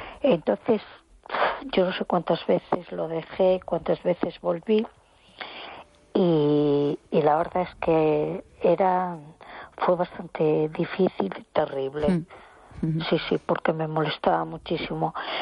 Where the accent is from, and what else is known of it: A Coruña, Galicia, Spain